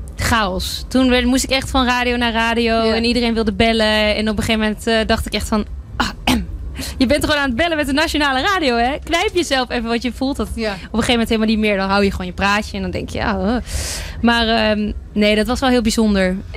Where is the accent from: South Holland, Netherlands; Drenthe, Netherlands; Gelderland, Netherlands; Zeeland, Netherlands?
Gelderland, Netherlands; Doetinchem; Nou, ik kom uit Doetinchem